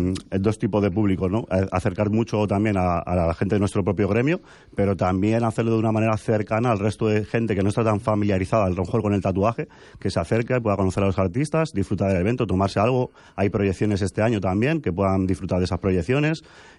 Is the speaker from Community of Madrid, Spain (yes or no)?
yes; Madrid, Community of Madrid, Spain; moved away as an adult; now in A Coruña, Spain; Sí, yo resido aquí desde hace 11 años. Yo soy madrileño.